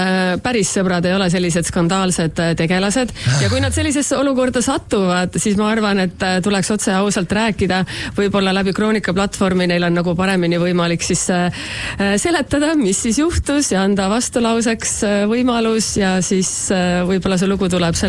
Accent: Pärnu, Pärnu County, Estonia; born there; now in Tallinn, Estonia; olen sündinud Pärnus ja elan Tallinnas.

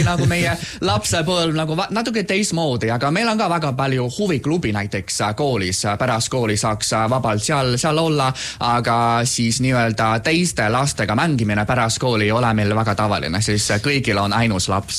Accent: Beijing, China; No, ma olen üles kasvanud Pekingis ja ma ei mulle olnud ühtegi korda, kus keegi varastas mul midagi

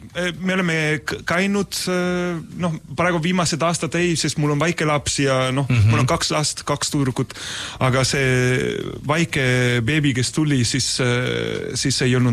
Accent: Madrid, Community of Madrid, Spain; Estonian is a second language; now in Estonia; kuigi ma olen ise Madridis pärit

